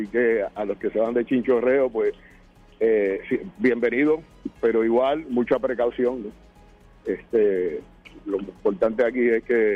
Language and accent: Spanish; Puerto Rico; Así que como puertorriqueños, independientemente de la ideología